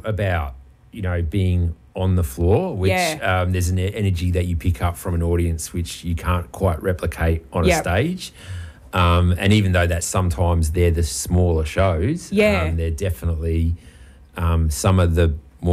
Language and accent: English; Adelaide, South Australia, Australia; born there; growing up in Adelaide.